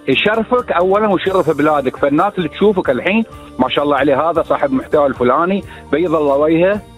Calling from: Bahrain; بجنسيتك أنت كبحريني

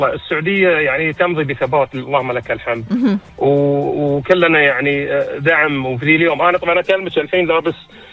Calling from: Bahrain

